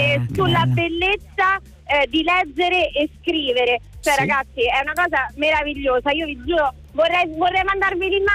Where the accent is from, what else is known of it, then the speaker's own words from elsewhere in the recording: Rome, Lazio, Italy; Io sono romana di Roma, proprio.